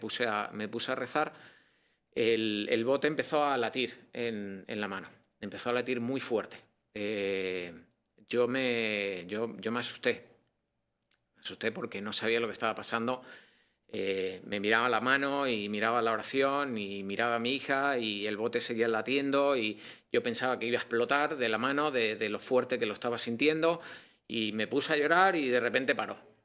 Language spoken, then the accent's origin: Spanish; Spain; born there; Yo soy de España, crecí en una familia muy católica.